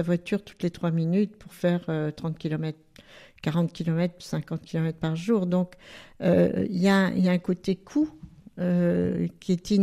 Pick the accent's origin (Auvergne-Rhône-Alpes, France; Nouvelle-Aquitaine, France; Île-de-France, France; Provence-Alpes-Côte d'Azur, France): Île-de-France, France; Paris; moved away as an adult; moi je suis un oiseau de ville puisque je suis parisienne au départ. J'ai pris ma retraite dans cette région.